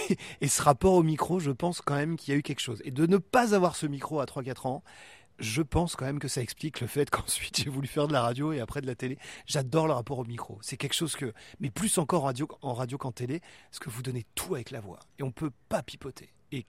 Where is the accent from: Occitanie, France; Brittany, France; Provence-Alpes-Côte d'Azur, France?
Brittany, France; moved away as an adult; j'étais plus que jamais Breton. Et quand on me demande d'où vous venez, je dis « the west coast of France », la Bretagne